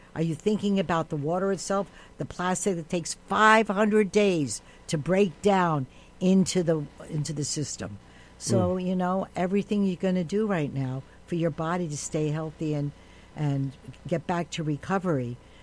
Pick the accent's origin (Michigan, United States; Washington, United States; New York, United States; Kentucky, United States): New York, United States; We're from Harlem.